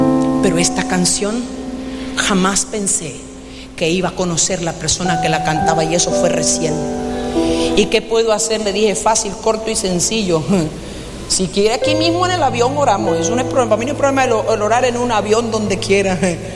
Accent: Barranquilla, Atlántico, Colombia; vas para Barranquilla, ¿verdad? ¿Tú de dónde eres? Le digo, de ahí.

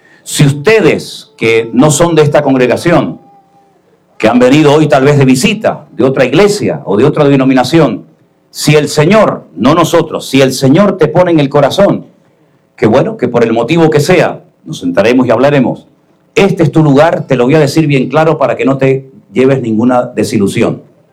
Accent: Canary Islands, Spain; soy canario y vivo rodeado de agua

